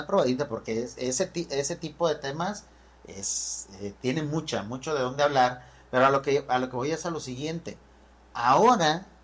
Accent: Mexico

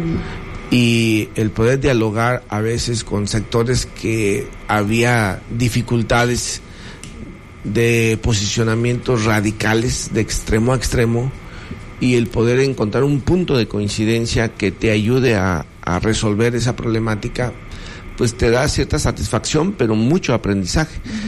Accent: Paracho, Michoacán, Mexico; Yo soy originario de Paracho.

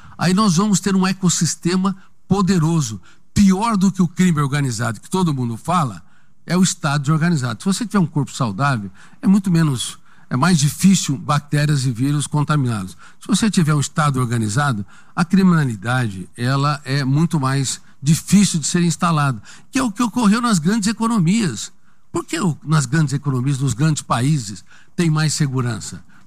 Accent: Colina, São Paulo, Brazil; born there

